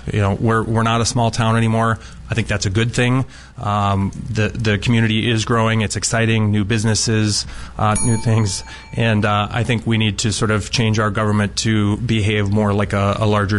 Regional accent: Minot, North Dakota, United States; born there; I was born in Minot and went to high school at Chanley, college at St. John's.

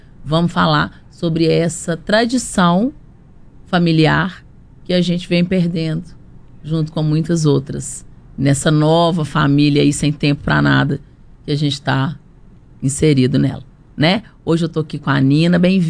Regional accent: Itabira, Minas Gerais, Brazil; Eu lá em Itabira, eu sou de Itabira, né? Nascida e criada

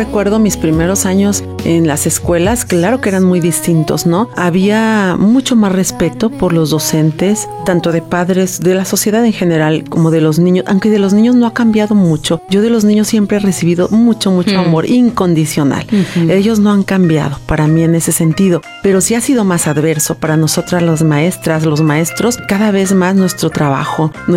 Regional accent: Jalisco, Mexico; Jalisciense, con mucho orgullo.

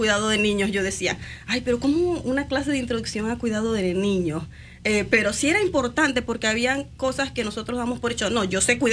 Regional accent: Venezuela; moved away as an adult; now in Madison, United States; Yo llegué hace 9 años a Estados Unidos. Soy maestra en Venezuela

